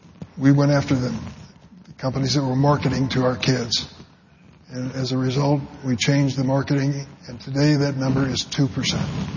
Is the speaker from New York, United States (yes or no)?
no; East St. Louis, Illinois, United States; born or raised there